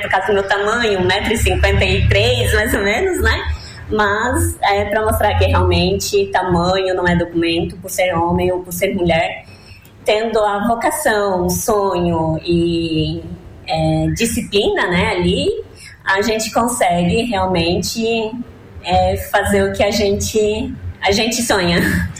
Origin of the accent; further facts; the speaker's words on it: Chapecó, Santa Catarina, Brazil; born there; Isso, nasci em Chapecó, morei 8 anos lá e depois fui morar em outra cidade